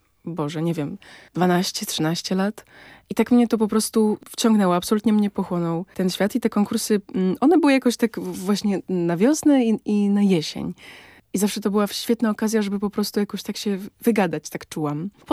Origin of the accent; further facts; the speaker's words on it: Szamotuły, Greater Poland Voivodeship, Poland; Ja jestem z Szamotu, z Wielkopolski.